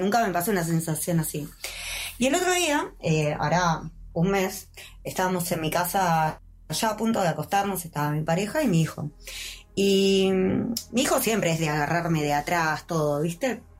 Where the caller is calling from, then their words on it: San Fernando, Buenos Aires Province, Argentina; De San Fernando.